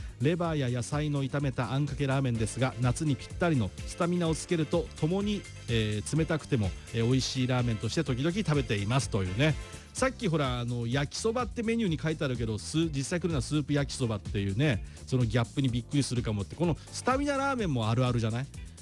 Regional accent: Sano, Tochigi, Japan; now in Ibaraki, Japan; 我がふるさと栃木県佐野から

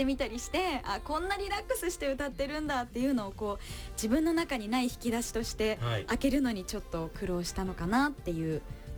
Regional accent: Ibaraki, Japan; 地元茨城県にて行われるフェスラッキーフェスに出演します

